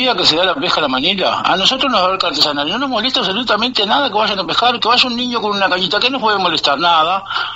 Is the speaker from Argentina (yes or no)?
no; La Paloma, Rocha, Uruguay; yo que vivo en La Paloma toda la vida